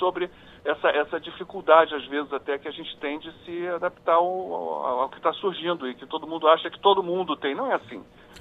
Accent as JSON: {"language": "Portuguese", "region": "Rio de Janeiro", "country": "Brazil", "said": "Sou carioca"}